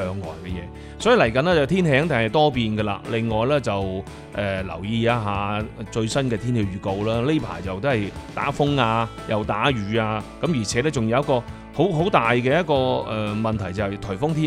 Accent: Guangdong, China; 同我哋廣東人嘅或者我哋中國嘅一個傳統咧係有啲偏差

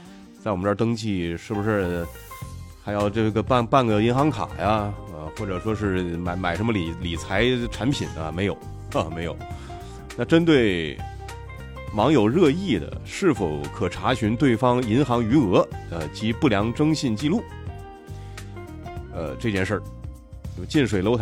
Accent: Tianjin, China; moved away as an adult; now in Dongguan, China; 像我当年户口还没来东莞，还在老家哪儿啊，就是在天津，就是在河西区，还得回大老远的回老家去办理是吧。

